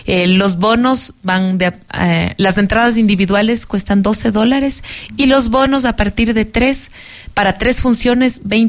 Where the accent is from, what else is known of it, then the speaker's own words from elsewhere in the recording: Ecuador; Y así somos los ecuatorianos también.